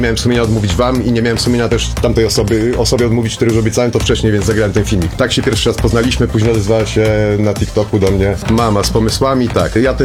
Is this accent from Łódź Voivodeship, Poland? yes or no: yes; Łódź, Łódź Voivodeship, Poland; Filip jest Łodzianinem, my jesteśmy tutaj z Łodzi, więc komunikacja, kontakt, spotkanie było ułatwione.